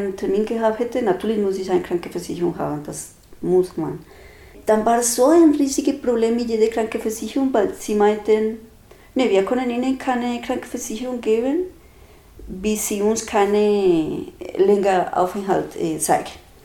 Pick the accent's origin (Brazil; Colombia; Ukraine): Colombia; Bogotá, Bogotá Capital District; German is a second language; moved away as an adult; now in Germany; Ja, also ich komme aus Kolumbien, aus Bogotá, die Hauptstadt. Ich bin hier in Deutschland angekommen, weil ich einen Master in BWL hier an der Universität studieren wollte.